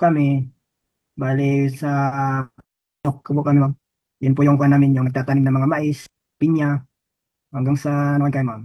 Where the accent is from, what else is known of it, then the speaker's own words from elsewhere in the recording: Polomolok, Soccsksargen, Philippines; Taga Kasaba, Maligo, Pulungulok, South Cotabato. 14 kaming magkakapatid, ma'am.